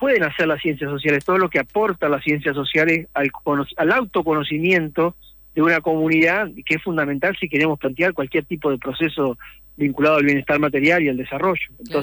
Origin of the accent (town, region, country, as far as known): Argentina